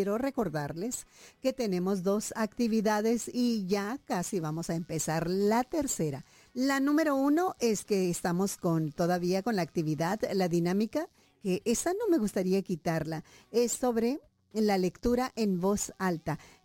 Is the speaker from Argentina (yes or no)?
no; Mexico; me dieron así mucha tristeza como mexicana.